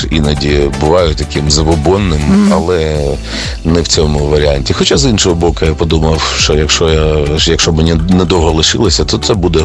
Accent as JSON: {"language": "Ukrainian", "town": "Kharkiv", "region": "Kharkiv Oblast", "country": "Ukraine", "tie": "born or raised there", "said": "ми ще заїдемо до нашого рідного міста Харків"}